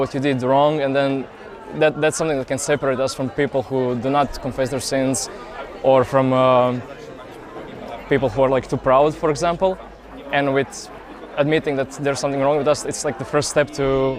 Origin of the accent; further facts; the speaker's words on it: Pula, Istria County, Croatia; moved away as an adult; now in Denmark; I'm originally from Croatia, from Pula. But I've been studying in Denmark for the last couple of years